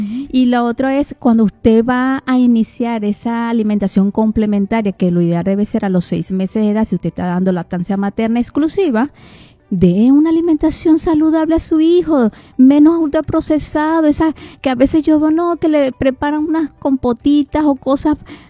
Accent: Venezuela; moved away; lo digo yo que vengo de Venezuela

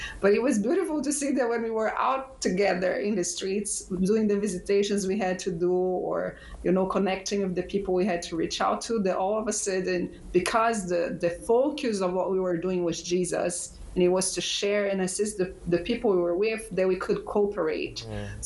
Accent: Brazil; moved away as an adult; also born or lived in Uganda; I grew up in Brazil, which is a quite diverse country, but I moved overseas when I was 28, so I've been overseas for about 8 years. In my first year overseas, I was living in Uganda, which is a country in Africa.

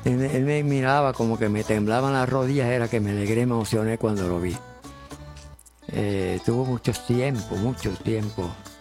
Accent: Añasco, Puerto Rico; Igual que en mi pueblo Añasco

